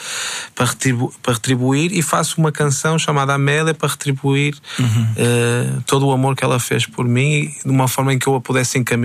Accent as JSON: {"language": "Portuguese", "town": "Porto", "region": "Norte", "country": "Portugal", "tie": "born or raised there", "accent": "northern Portuguese with Carioca influence", "said": "Eu nasci em Portugal."}